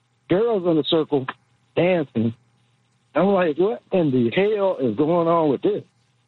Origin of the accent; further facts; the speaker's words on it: Mississippi, United States; moved away; I grew up in Mississippi